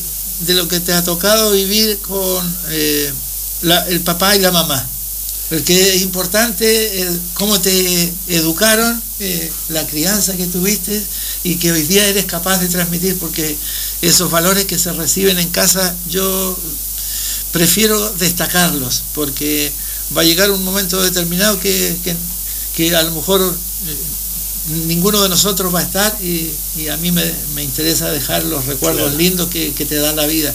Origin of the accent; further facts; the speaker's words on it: Puerto Aysén, Aysén, Chile; now in Coyhaique, Chile; yo soy de Puerto Aysén